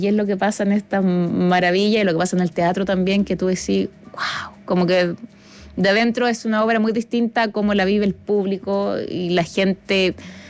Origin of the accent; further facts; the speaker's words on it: Spain; somos las españolas que venimos a dejar un poco